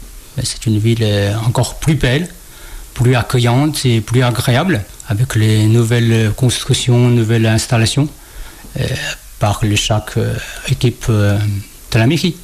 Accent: Shaanxi, China; French is a second language; now in Wujiang, China; mon pays natal, qui n'est pas à Wujian, qui est dans la région de Xi'an.

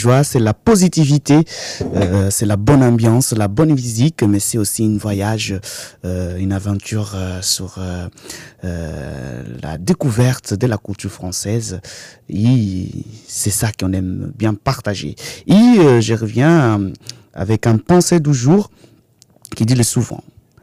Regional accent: Angola; first language Kimbundu; French is a second language; Comme j'ai dit souvent en Kimbundu, ma langue maternelle, Yapoloyam, Yavuluyaye

